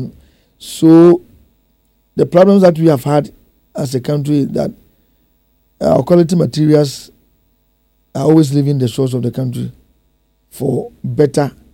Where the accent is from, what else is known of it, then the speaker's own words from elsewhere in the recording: Sekyere South District, Ashanti, Ghana; now in Kumasi, Ghana; Well, I am from Asamai and Yamwasi. My mother is from Asamai and Yamwasi, all both in the Sechere South District. And our capital is Aguna. Our constituency is Efija Sechere East.